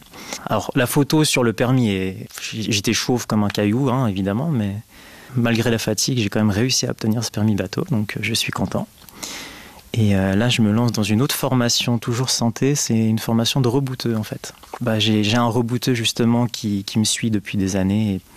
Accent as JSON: {"language": "French", "country": "Switzerland", "said": "chez nous en Suisse"}